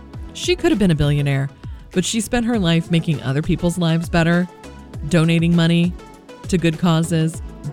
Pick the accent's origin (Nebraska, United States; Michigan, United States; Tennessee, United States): Tennessee, United States; Nashville; I grew up in Nashville. My dad was in radio in the Nashville 90s scene.